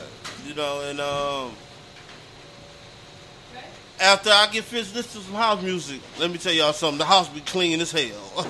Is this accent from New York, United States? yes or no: no; Detroit, Michigan, United States; But, you know, I'm from Detroit, and that's how we roll, you know what I'm saying? Detroit, house music rocks, baby.